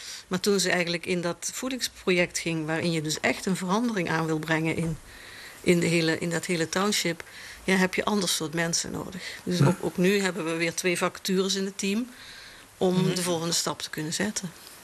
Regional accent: Netherlands; Ik kom uit Nederland.

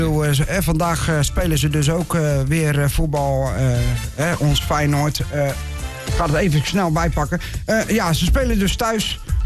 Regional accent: Rotterdam, South Holland, Netherlands; ik ben zelf Rotterdammer.

